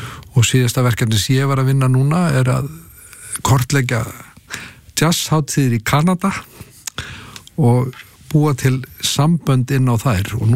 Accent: Kópavogur, Capital Region, Iceland; also born or lived in New York; Já, já, ég elst upp í Kópavogur.

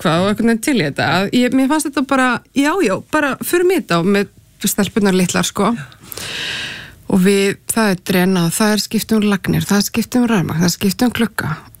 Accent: Capital Region, Iceland; En ég ólst upp á Bergþórgötunni

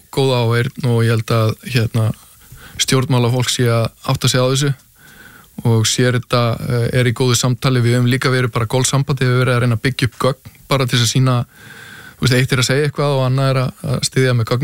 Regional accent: Hafnarfjörður, Capital Region, Iceland; ég ólst upp í Hafnarfirðinum að það golfklúmum Keili bara byrjaði þar 7-8 ára gamall.

